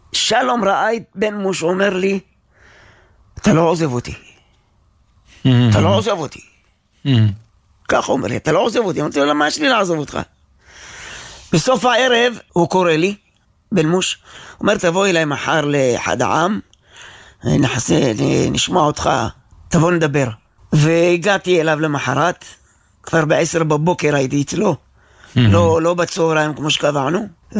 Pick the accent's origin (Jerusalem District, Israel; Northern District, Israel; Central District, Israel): Central District, Israel; Rosh HaAyin; ילד שבא מראש העין